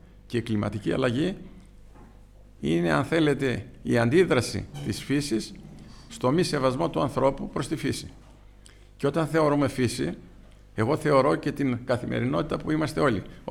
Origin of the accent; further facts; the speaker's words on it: Greece